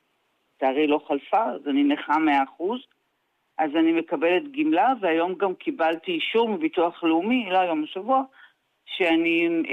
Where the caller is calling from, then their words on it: Central District, Israel; אני מהמרכז.